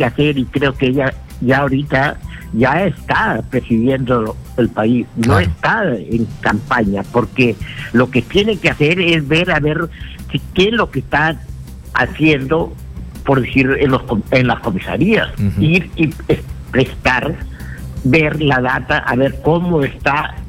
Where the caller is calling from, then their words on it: Trujillo, La Libertad, Peru; te saludo de Trujillo